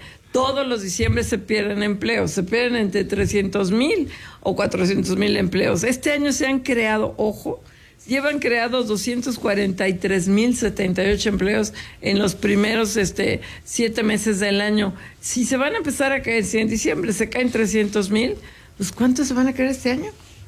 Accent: Mexico; somos nosotros los mexicanos

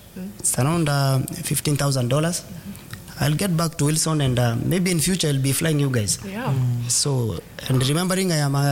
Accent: Kenya

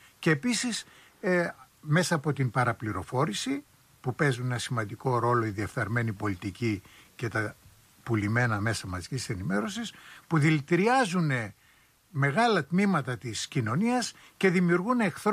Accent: Istanbul, Turkey; now in Greece; οι ίδιοι είμαστε πρόσφυγες, εγώ είμαι από την Κωνσταντινούπολη

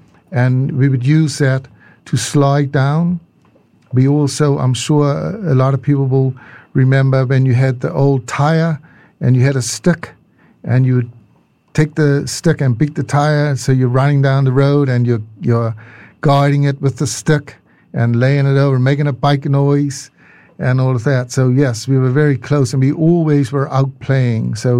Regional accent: Jamestown, Saint Helena, St. Helena; So actually, I arrived on St. Helena when I was 6 weeks old. So I got there as soon as I could. And yes, growing up in Jamestown was great.

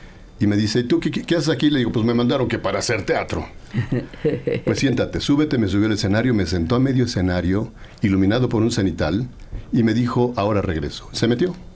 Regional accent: Puebla, Mexico; Yo soy de la ciudad de Puebla.

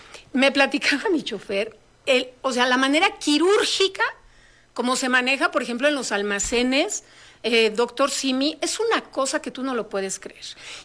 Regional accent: Mexico; a mí como mexicana me llena de orgullo, ¿no?

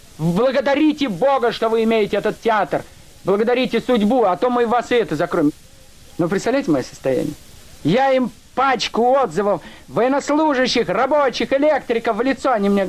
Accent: Russia; Как уехать из этой страны? Но я-то русский, я не еврей.

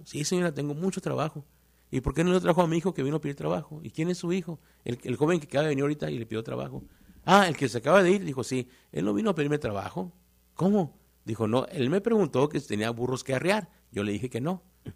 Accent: Chihuahua, Mexico; born there; also born or lived in Juárez; porque yo nací en Chihuahua.

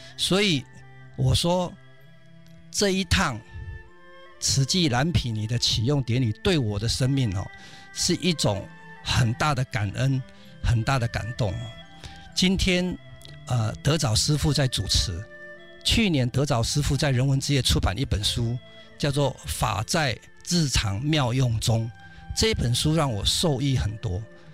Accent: Hualien, Hualien County, Taiwan; 因为我是花莲人

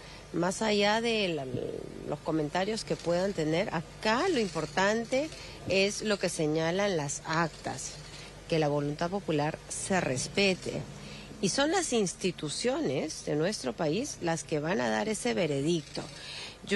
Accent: Peru; nuestro país está fragmentado

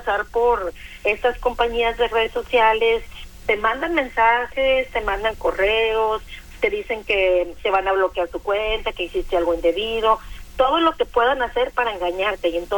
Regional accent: Mexico; como mexicanos somos un poco necios, un poco tercos.

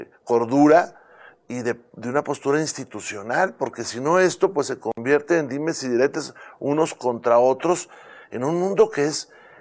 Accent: Saltillo, Coahuila, Mexico; moved away; Yo soy de Saltillo.

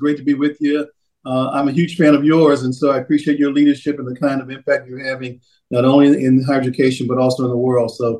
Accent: Dallas, Texas, United States; I grew up in Dallas, Texas, the son of a shoe repairman by day and a janitor by night.

